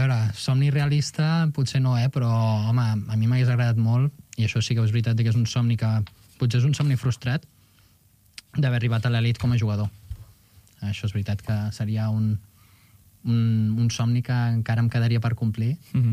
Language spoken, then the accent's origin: Catalan; Arenys, Catalonia, Spain; now in Lleida, Spain; tinc alguna cosa més d'Arenys allà a l'habitació, que al final també em recorda d'on soc, quin és el meu origen